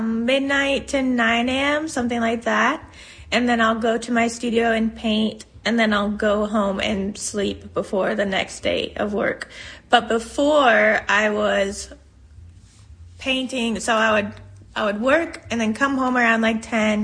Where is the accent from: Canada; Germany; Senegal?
Senegal; moved away as an adult; also born or lived in Seattle / Alabama; now in Birmingham, Alabama, United States; I'm an oil painter. I grew up in Senegal in West Africa, and I moved to the States when I was 18 to go to art school in Seattle.